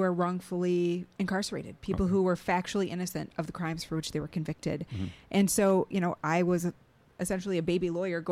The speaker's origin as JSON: {"language": "English", "region": "Wisconsin", "country": "United States", "tie": "born or raised there", "said": "Well, I am actually from rural northern Wisconsin. I spent my early years living in a one-room schoolhouse with my family north of Highway 29 in Taylor County."}